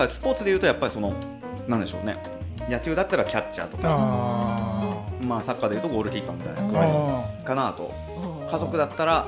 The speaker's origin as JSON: {"language": "Japanese", "town": "Mine", "region": "Yamaguchi", "country": "Japan", "tie": "born or raised there", "said": "僕やっぱその山口県の美祢市という、まあ、大変のどかな、ライブどころの出身なんですけども"}